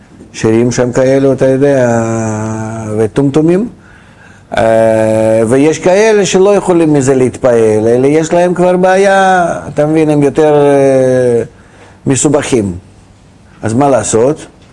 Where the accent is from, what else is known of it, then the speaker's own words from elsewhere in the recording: Beersheba, Southern District, Israel; אני מגיע מבאר שבע